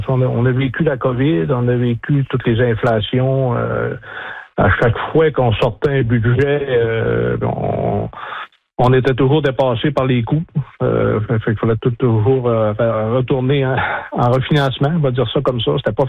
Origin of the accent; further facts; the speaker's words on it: Hébertville, Quebec, Canada; je viens d'Héberville.